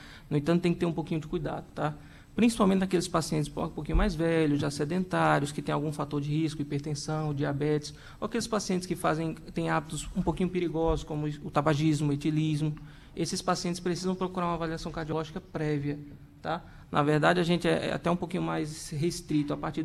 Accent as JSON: {"language": "Portuguese", "region": "Paraíba", "country": "Brazil", "said": "Olha, eu vou te falar que eu sou paraibano, tá?"}